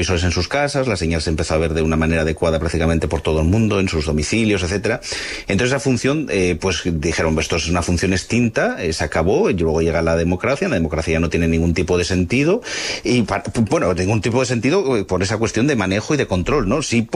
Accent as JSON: {"language": "Spanish", "country": "Spain", "said": "somos españoles, somos latinos, o sea, nosotros montamos un club al lado de un televisor."}